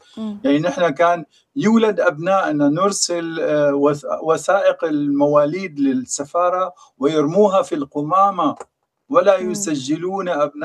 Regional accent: Syria; moved away as an adult; now in Germany; وأحب أني أتسلمها كسوري

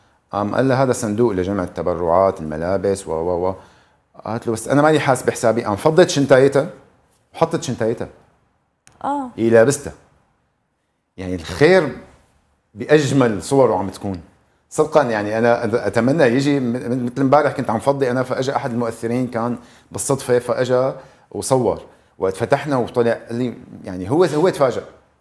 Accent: Syria; نحن جيناتنا رب العالمين ميزنا نحن كسوريين

